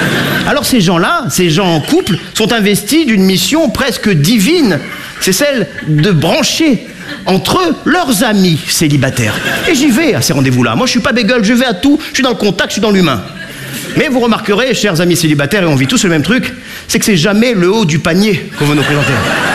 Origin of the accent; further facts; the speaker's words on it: Nice, Provence-Alpes-Côte d'Azur, France; Et je ne fais pas partie, je suis niçois, hein, je ne fais pas partie de ces sudistes qui tapent sur les Parisiens.